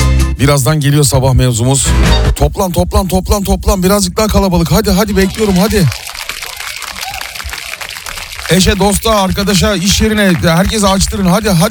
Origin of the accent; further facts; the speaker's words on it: Çanakkale, Turkey; hepsi hikaye, en güzel, tek güzel memleketim Çanakkale.